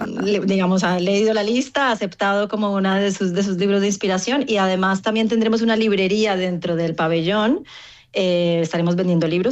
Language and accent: Spanish; Colombia; Yo también debo decir que soy fan, yo soy colombiana